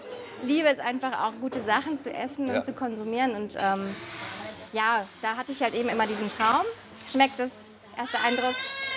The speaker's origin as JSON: {"language": "German", "town": "Kassel", "region": "Hesse", "country": "Germany", "also_born_or_lived": "Cologne", "moved": "as an adult", "said": "Genau, wir wohnen hier. Ursprünglich komme ich auch aus Kassel."}